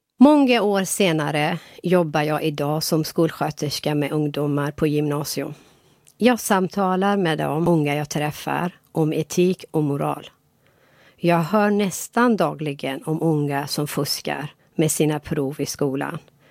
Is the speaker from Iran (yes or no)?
yes; Iran; Swedish is a second language; moved away as an adult; now in Gothenburg, Sweden; Jag är från Iran. Jag är uppfostrad i en familj där heder, moral och samvete värdesattes högt.